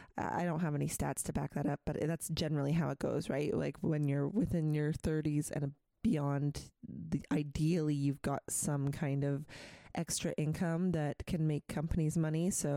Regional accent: Prince George, British Columbia, Canada; So we would listen to what was back in the day known as 94X when I was growing up in Prince George.

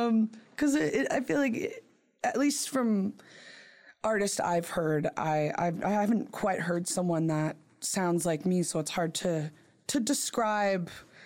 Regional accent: Prince George, British Columbia, Canada; moved away as an adult; also born or lived in Nanaimo; I'm from Prince George, Tsleil-Waututh'en Nation.

